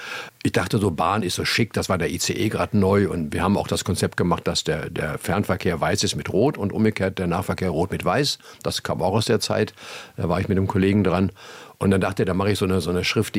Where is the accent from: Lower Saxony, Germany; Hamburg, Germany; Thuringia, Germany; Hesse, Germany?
Lower Saxony, Germany; Stadthagen; born there; Also, dass ich, wo ich geboren bin, in Stadthagen bei Hannover, meine Eltern waren mit der Druckerei befreundet, die im Nebenhaus war.